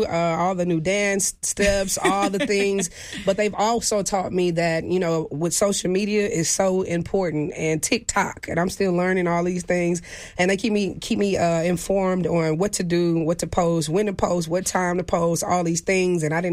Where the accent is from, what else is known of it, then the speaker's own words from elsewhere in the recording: Louisiana, United States; born there; also born or lived in Houston, Texas; my hometown Louisiana